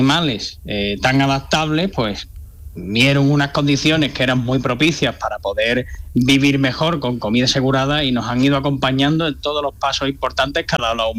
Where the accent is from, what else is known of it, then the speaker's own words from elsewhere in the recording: Cádiz, Andalusia, Spain; now in Madrid, Spain; Yo soy de Cádiz, ¿no? Estoy aquí trabajando en Madrid, yo soy de Cádiz.